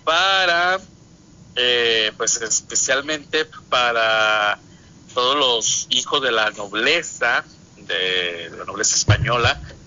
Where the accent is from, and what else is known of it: Mexico